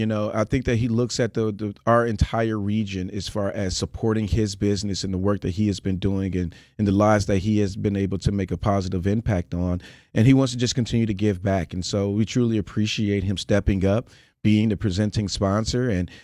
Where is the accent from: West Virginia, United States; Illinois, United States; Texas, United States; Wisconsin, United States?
Wisconsin, United States; I'm from Wisconsin.